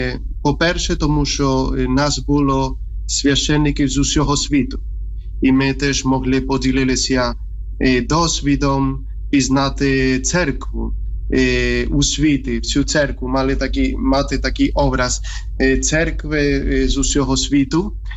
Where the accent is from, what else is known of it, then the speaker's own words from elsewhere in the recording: Spain; Ukrainian is a second language; moved away as an adult; now in Ukraine; Я сам з Іспанії, приїхав в Україну в 11-му році в семінарії Redentoris Mater.